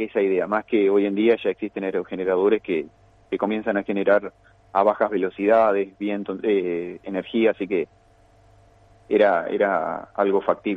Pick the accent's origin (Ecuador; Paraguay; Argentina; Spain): Argentina; Valle María, Entre Ríos; ambos somos oriundos ahí de Valle María